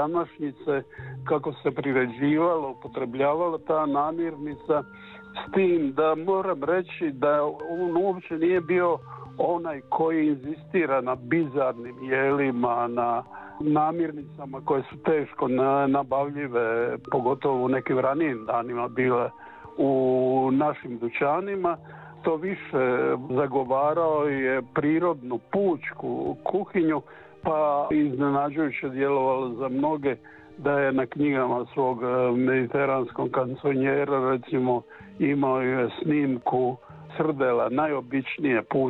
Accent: Split, Split-Dalmatia County, Croatia; also born or lived in Makarska Riviera; ja sam pak vrlo rano otišao iz Makarskog primorja gdje sam rođen, preselio se u Split i odrastao u Splitu.

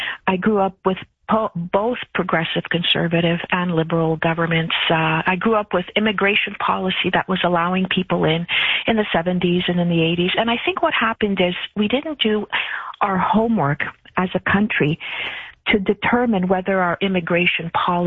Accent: Montreal, Quebec, Canada; born and raised in Canada, born and raised in Montreal, first generation Greek from the post-war parents.

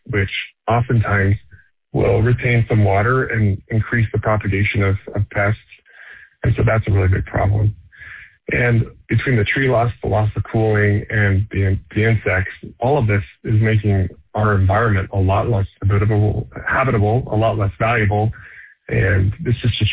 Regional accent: Arizona, United States; now in Las Vegas, United States; I grew up in Arizona. Phoenix doesn't ever cool off at night.

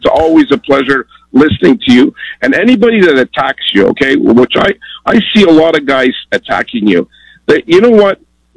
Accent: Canada; And as a Canadian, I was proud of your country to produce all these amazing things.

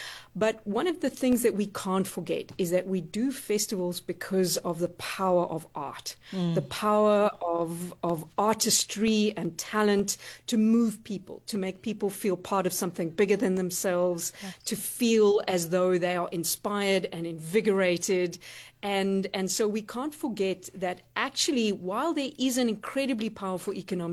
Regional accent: South Africa; being a South African, all the things that make us who we are, our difficult past

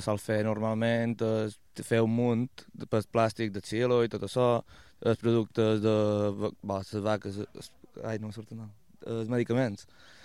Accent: Ciutadella, Balearic Islands, Spain; venc de Ciutadella i sóc fill de pagès també.

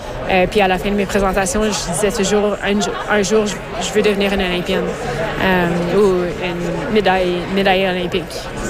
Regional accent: Ottawa, Ontario, Canada; moved away as an adult; also born or lived in Montreal; now in Calgary, Canada; Je viens d'Ottawa. J'ai grandi à Ottawa, puis j'ai déménagé à Montréal pour le patinage de vitesse en courte piste

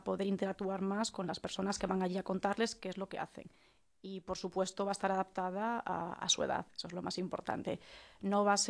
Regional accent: Spain; somos españoles

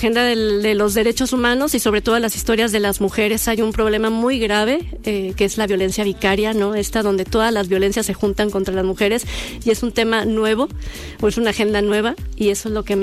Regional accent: Apatzingán, Michoacán, Mexico; now in Guadalajara, Mexico; Soy, bueno, nacimos, toda mi familia es de aquí de Guadalajara, pero por cuestiones de trabajo de mi papá nos fuimos a Patzingán, Michoacán. Y sí, allá estuvimos estudiando hasta la secundaria.

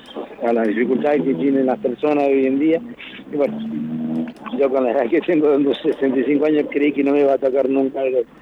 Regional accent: Mendoza, Argentina; Y bueno, mendocino, yo también soy mendocino.

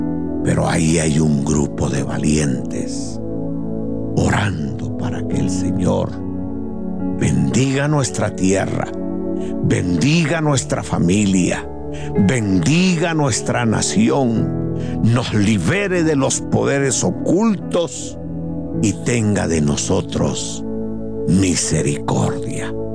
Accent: Mexico

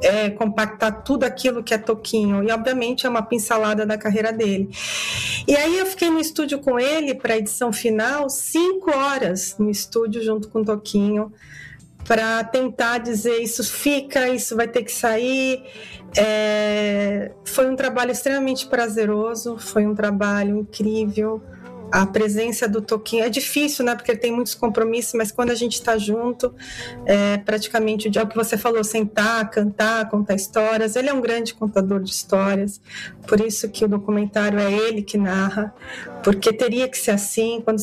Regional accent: Italy; Você sabe que eu sou italiana, então.

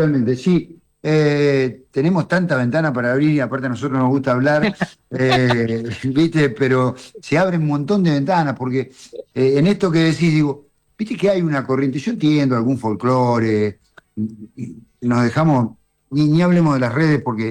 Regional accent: Argentina; Sí nos podemos parar y podemos decir que somos argentinos y que somos agrandados y que hablamos por derecho propio y que no agrandamos nada.

